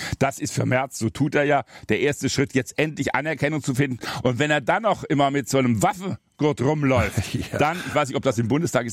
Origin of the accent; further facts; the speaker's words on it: Swabia, Germany; Ich als Schwabe habe sofort ein Dutzend erworben.